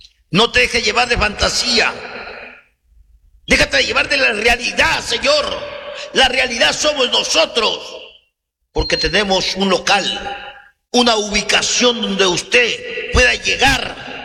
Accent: Huancabamba, Piura, Peru; que vengo de la Guaringa de Huancabamba.

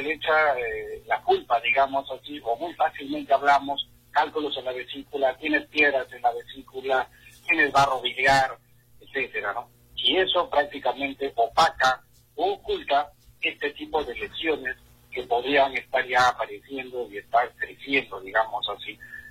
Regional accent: Amazonas, Peru; moved away; a mi querida región de Amazonas y a mi pueblo de Soroco y Loico.

